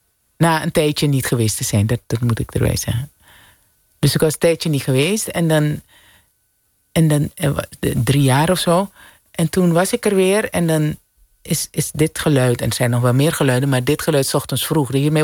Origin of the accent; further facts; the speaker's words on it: Suriname; Ja, ik ben opgegroeid in Suriname.